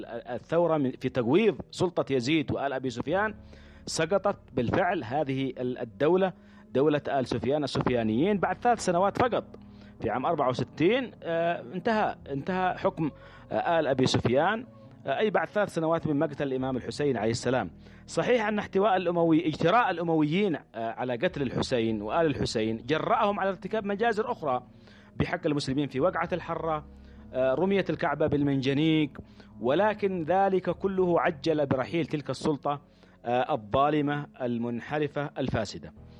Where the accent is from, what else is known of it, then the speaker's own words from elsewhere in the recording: Yemen; نحن نرى في أنفسنا كيمنيين، اليمنيون الأحرار يرون في أنفسهم